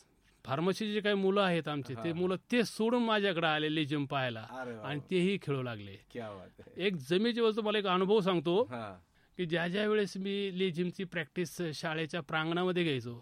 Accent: Pimpalgaon Malvi, Maharashtra, India; moved away as an adult; माझं गाव पिंपळाव माळवी 18 पगड जाती

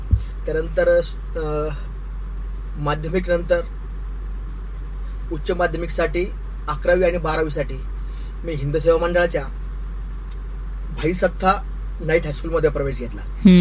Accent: Ahmednagar, Maharashtra, India; माझं मूळ गाव दशमी गावात, परंतु गेल्या 35 ते 40 वर्षांपासून, थोडक्यात जन्मापासून केडगाव मध्ये माझं बालपण गेलं।

